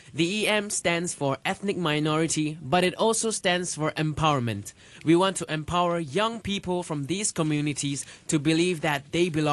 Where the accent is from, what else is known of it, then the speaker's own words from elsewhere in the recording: Bangladesh; English is a second language; from Bangladesh.